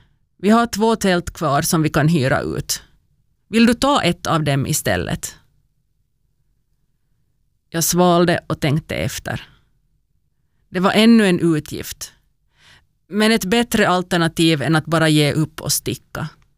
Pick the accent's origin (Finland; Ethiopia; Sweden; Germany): Finland; Vaasa, Ostrobothnia; och jag kommer från Vasa.